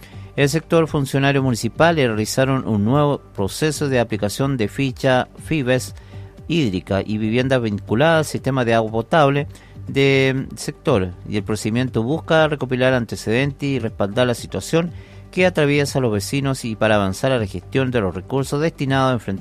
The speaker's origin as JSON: {"language": "Spanish", "country": "Chile", "said": "finalmente somos chilenos, como todos, especialmente en la comuna de Gualeguay."}